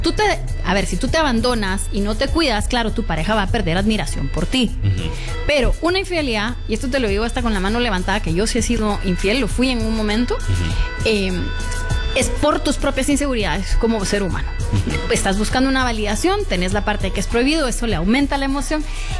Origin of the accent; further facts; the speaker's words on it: Guatemala; Entonces ya fijo, sí soy chapín.